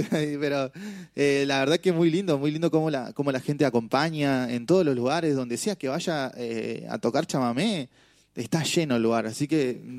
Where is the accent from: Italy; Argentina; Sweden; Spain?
Argentina; General Roca, Río Negro; No, sí, sí, de Roca, nacido y criado en Roca, Barrio Nuevo, Las 500.